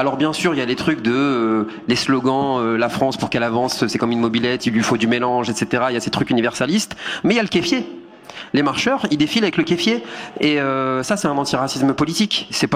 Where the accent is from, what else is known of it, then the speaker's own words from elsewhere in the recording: Algeria; Déjà, je suis algérien.